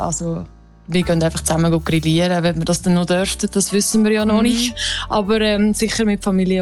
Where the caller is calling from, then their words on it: Lucerne, Switzerland; ich komme eben aus Luzern